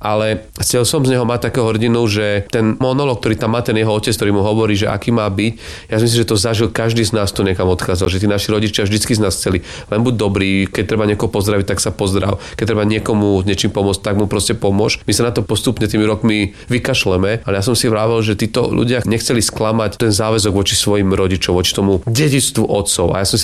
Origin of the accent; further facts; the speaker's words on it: eastern Slovakia, Slovakia; A ja som mal to šťastie, že vlastne pochádzam z rodiny z východu Slovenska, kde ako malé dieťa som ešte zažil.